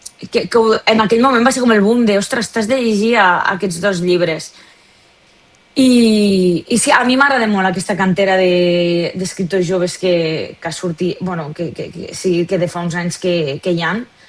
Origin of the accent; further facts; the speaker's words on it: Benavent de Segrià, Catalonia, Spain; now in Barcelona, Spain; Bueno, jo és que soc de Benavent de Segrià, que és...